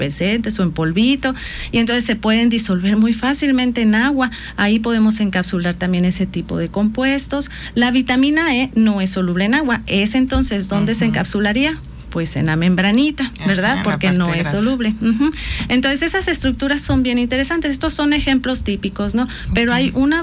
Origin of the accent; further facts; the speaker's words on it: Jalisco, Mexico; yo soy de Jalisco, entonces lo conocen como jitomate, ¿verdad?